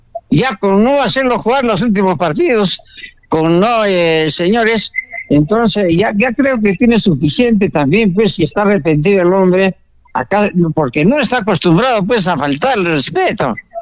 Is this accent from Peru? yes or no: yes; Peru